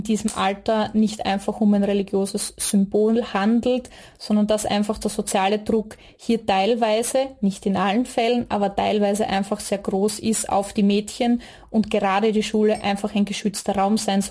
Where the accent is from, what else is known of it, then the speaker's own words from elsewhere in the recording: Styria, Austria; Ich bin ja aus der Steiermark.